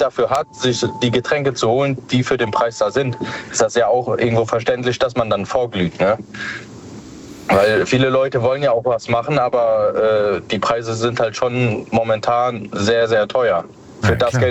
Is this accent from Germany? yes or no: yes; Koblenz, Rhineland-Palatinate, Germany; Ich komme aus Rheinland-Pfalz, Koblenz.